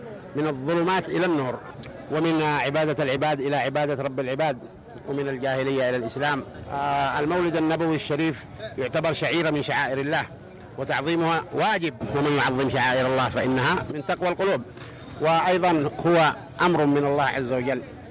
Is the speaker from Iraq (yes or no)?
no; Yemen; ولذلك نحن كشعب يمني أول من يجسد هذه الشعيرة العظيمة